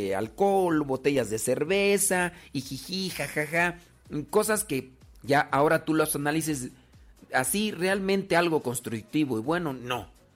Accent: San Bartolito, Mexico; Pues soy de San Bartolito

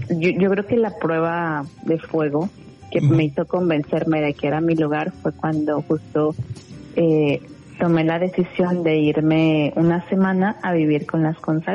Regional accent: Guadalajara, Jalisco, Mexico; Yo soy de Guadalajara.

